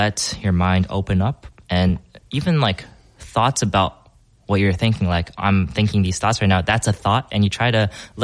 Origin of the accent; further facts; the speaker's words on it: Florida, United States; going to boarding school almost across the country in Massachusetts, away from, you know, where I grew up in Florida.